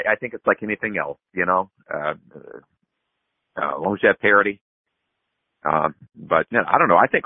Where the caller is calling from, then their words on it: Delmar, New York, United States; in Del Mar, New York.